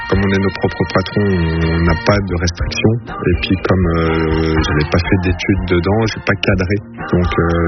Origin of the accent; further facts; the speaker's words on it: Auvergne-Rhône-Alpes, France; now in Calais, France; je suis au Savoyard